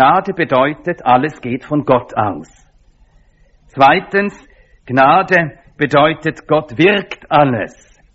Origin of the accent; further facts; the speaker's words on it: Finland; now in Switzerland; Aber ich stamme aus Finnland, gebürtig bin ich Finne, aber schwedischer Staatsbürger.